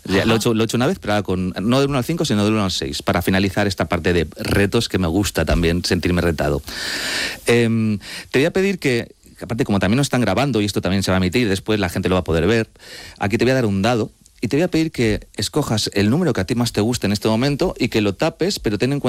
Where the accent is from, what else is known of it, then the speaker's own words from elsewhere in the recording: Madrid, Community of Madrid, Spain; La verdad es que yo estoy un poco dividido porque, fíjate, mis padres son argentinos, yo soy madrileño.